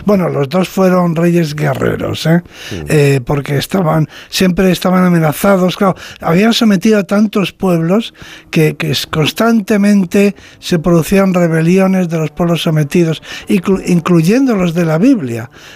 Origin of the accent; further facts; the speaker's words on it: Spain; somos los españoles un, sí, pueblo culto, un pueblo muy culto.